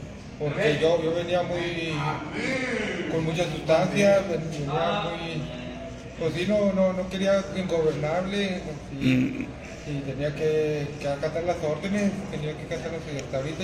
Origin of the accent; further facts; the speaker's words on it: Saltillo, Coahuila, Mexico; moved away; vengo de Saltillo, Coahuila.